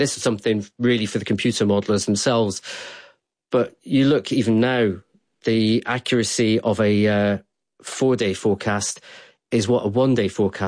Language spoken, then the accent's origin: English; Scotland, United Kingdom; I grew up in Scotland. The weather changed every 5 minutes there.